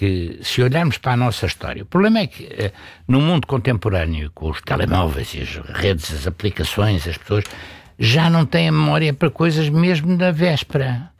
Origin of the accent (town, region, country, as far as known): Portugal